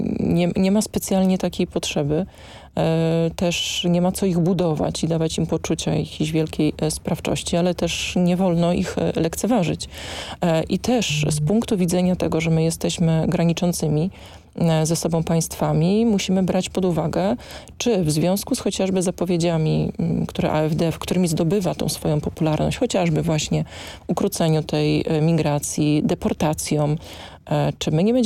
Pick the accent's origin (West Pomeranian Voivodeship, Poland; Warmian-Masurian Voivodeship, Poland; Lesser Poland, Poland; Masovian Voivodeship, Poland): West Pomeranian Voivodeship, Poland; Ja jestem z Pomorza Zachodniego, rozmawiam z mieszkańcami naszych regionów